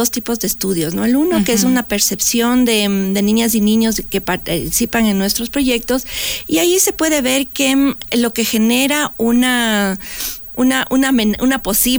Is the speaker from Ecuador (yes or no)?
yes; Ecuador